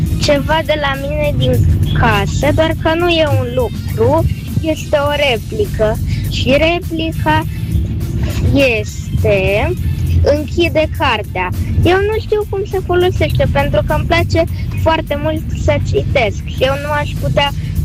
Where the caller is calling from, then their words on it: Brașov, Brașov County, Romania; din Brașov, am 8 ani